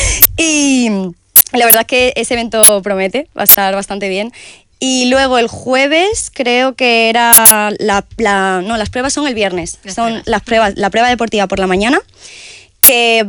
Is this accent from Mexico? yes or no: no; Don Benito, Extremadura, Spain; Yo soy de Don Benito, pero Medellín, Don Benito está al lado prácticamente.